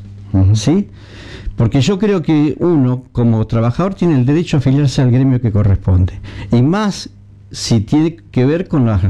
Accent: Casilda, Santa Fe, Argentina; los verdaderos dueños somos los ciudadanos de Casilda.

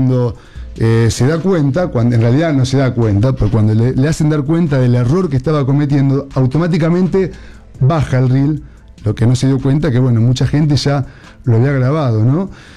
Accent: Santa Fe, Argentina

